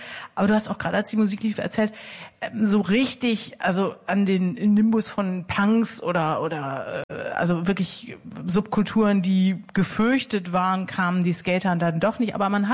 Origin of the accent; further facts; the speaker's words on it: Osnabrück, Lower Saxony, Germany; ich komme aus der Weltstadt Osnabrück